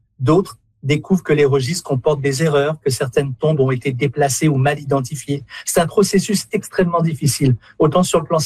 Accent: Canada; chez nous, au Canada.

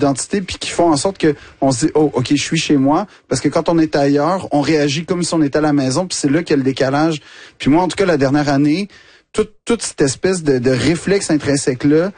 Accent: Quebec, Canada; j'ai grandi dans l'Ouest Island. Puis ce qui veut dire que j'ai probablement grandi dans ce qui est le bastion anglophone du Québec carrément.

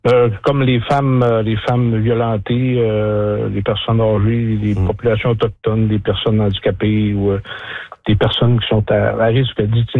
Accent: Hébertville, Quebec, Canada; je viens d'Héberville.

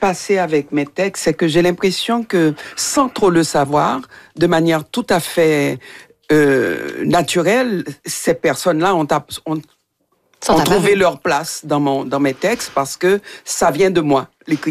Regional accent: Haiti; moved away; Ça fait longtemps que j'ai quitté Haïti.

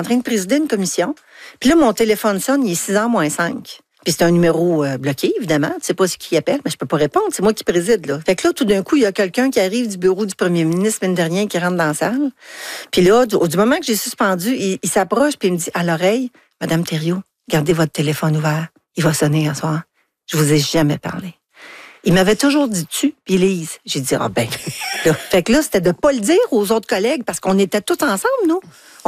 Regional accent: Anjou, Quebec, Canada; c'était Anjou qu'on me proposait. C'était chez nous, mon patelin, les gens que je connaissais, les organismes que je connaissais

